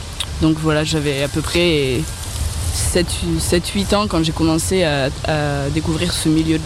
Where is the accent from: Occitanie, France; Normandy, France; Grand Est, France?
Occitanie, France; now in Lot, France; Quand j'étais petite, dans le village où j'ai grandi, dans les Cévennes